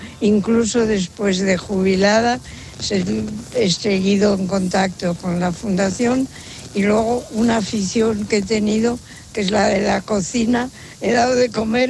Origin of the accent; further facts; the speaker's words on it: Madrid, Community of Madrid, Spain; No nací aquí, soy madrileña, nací al lado de Alonso Martínez, pero llevo aquí más de 50 años.